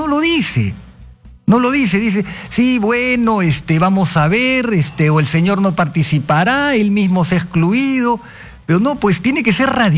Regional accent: Peru; nosotros tenemos todo el derecho a pensar como peruanos

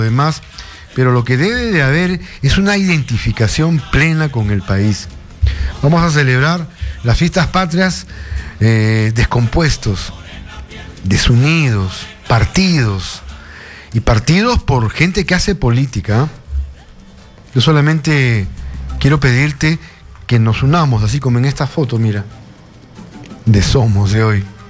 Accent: Peru; Así somos los peruanos, ¿ah? Mestizos, cobrizos, somos los cholos.

